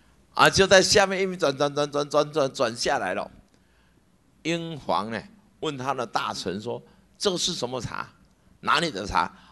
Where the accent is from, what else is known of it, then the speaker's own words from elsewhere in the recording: Taiwan; 我们台湾人民